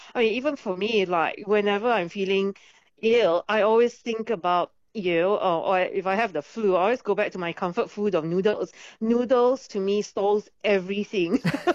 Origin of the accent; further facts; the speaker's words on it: Singapore; Like, I'm from Singapore and I grew up on Chinese cuisine, but it's Singapore Chinese cuisine, right?